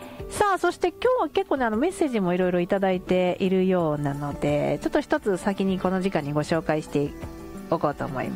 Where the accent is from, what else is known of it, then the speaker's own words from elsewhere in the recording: Yabu, Hyogo, Japan; 私も薮市出身ですけど